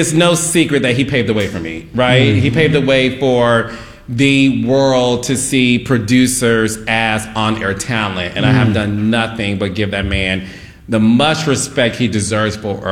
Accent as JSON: {"language": "English", "town": "Detroit", "region": "Michigan", "country": "United States", "said": "You know, I'm from Detroit, Michigan."}